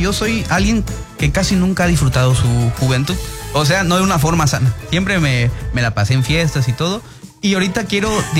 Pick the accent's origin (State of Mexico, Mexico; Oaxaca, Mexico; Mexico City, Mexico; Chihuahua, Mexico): Oaxaca, Mexico; Tuxtepec; Yo soy originario de Tuxtepec, Oaxaca.